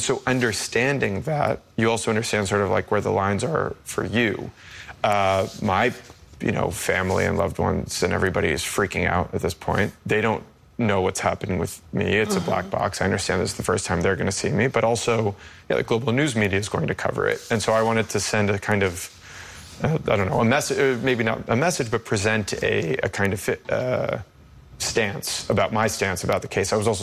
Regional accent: United States; And I'm an American journalist.

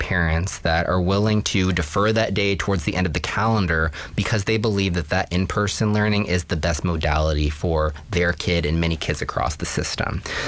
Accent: Texas, United States; moved away as an adult; now in Anchorage, United States; I'm from Texas

